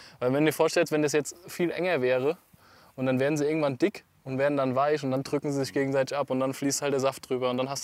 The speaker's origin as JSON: {"language": "German", "town": "Guldental", "region": "Rhineland-Palatinate", "country": "Germany", "tie": "born or raised there", "said": "ich bin hier in Guldenthal aufgewachsen"}